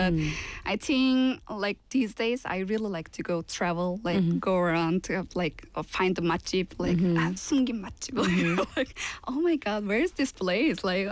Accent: Turkey; English is a second language; moved away as an adult; now in Busan, South Korea; my hometown was very like touristic place.

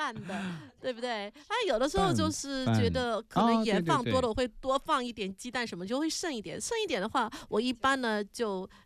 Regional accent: China

